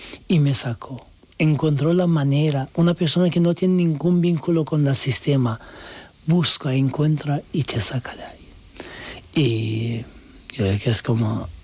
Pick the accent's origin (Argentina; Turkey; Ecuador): Turkey; Spanish is a second language; now in Spain; Y especialmente cuando eres inmigrante y LGBT, da igual que seas también turco, porque digo, soy turco y podía pasar más fácil que otros muchos